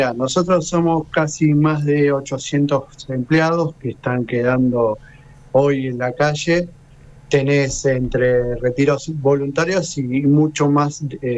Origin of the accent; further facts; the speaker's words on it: Buenos Aires, Argentina; yo soy de acá, de Buenos Aires.